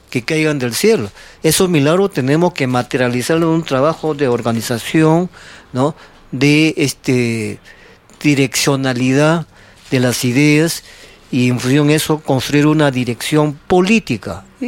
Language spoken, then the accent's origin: Spanish; Peru; nuestra historia como peruanos